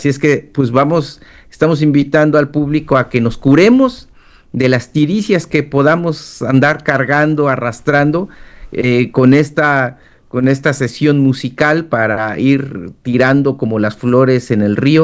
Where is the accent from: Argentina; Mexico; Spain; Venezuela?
Mexico; Tezoatlán de Segura y Luna, Oaxaca; en la tradición de mi pueblo, por ejemplo, en la Mixteca, en Tezoatlán de Segura y Luna, Oaxaca